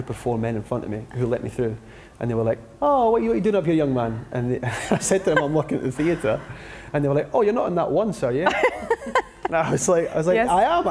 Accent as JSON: {"language": "English", "region": "Scotland", "country": "United Kingdom", "said": "being Scottish"}